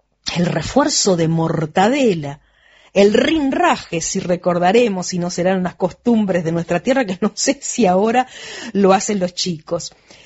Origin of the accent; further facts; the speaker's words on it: Uruguay; lo que somos como uruguayos